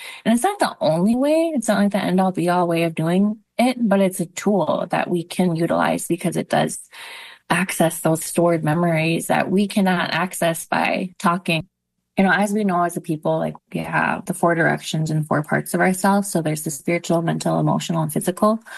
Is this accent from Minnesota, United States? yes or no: yes; Red Lake, Minnesota, United States; That's my Ojibwe name. I'm Bear Clan and I'm from Red Lake.